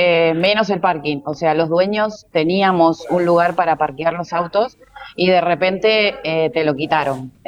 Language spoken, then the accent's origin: Spanish; Argentina; en Argentina, yo soy argentina, vivo allá